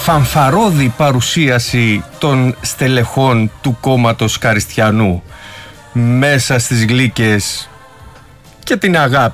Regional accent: Prasinada, Thessaly, Greece; Από σήμερα θα είμαι στο χωριό μου, στα 1000 μέτρα υψόμετρο, στην Πρασινάδα, Παλαιοχώρη Καλαμπάκας, μέσα στο Έλατο.

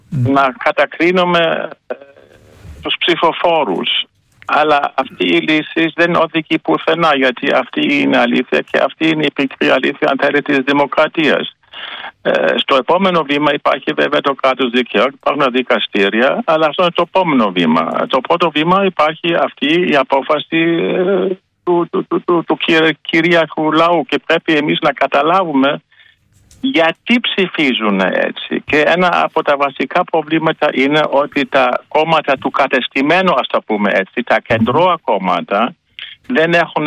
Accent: Germany; και εγώ ως Γερμανός, ως άνθρωπος φιλελεύθερος και δημοκράτης

